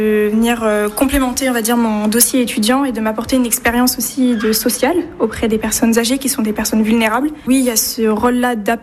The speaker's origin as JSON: {"language": "French", "region": "Nouvelle-Aquitaine", "country": "France", "tie": "born or raised there", "said": "j'ai 20 ans et je viens de Gironde. Je suis née à Bruges et j'ai grandi toute ma vie en Gironde."}